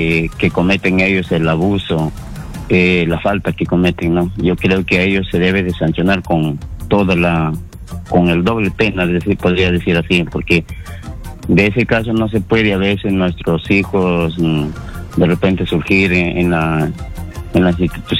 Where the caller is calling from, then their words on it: Amazonas, Peru; Con Santos de Amazonas